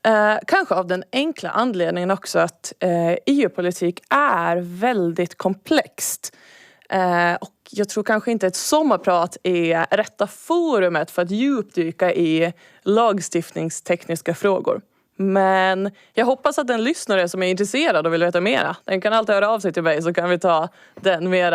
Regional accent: Saltvik, Åland, Åland Islands; now in Brussels, Belgium; född och uppvuxen i Haraldsby, Saltvik. Men bor och arbetar just nu i Bryssel på Europaparlamentet som åländsk specialmedarbetare

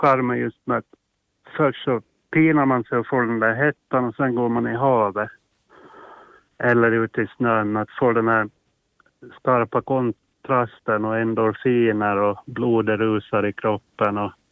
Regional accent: Åland, Åland Islands; moved away; Jag ser mig alltid som 100% ålänning och född och uppvuxen på Åland

